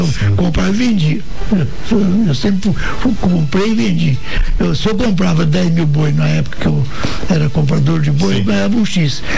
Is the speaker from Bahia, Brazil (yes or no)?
yes; Bahia, Brazil; como diz o nordestino que eu sou, né, baiano